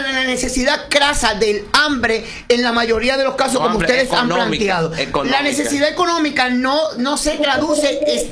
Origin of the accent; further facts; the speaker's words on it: Miches, El Seibo, Dominican Republic; moved away; nosotros éramos de Miche, somos de Miche, vivíamos en Miche